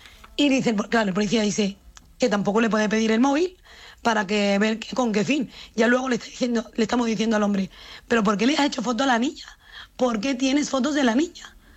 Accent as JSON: {"language": "Spanish", "country": "Spain", "said": "Como si yo soy española, a mí porque esta gente me está diciendo esto."}